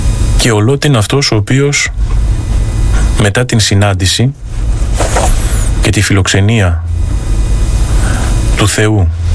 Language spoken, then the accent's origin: Greek; Greece; Εμείς ως Έλληνες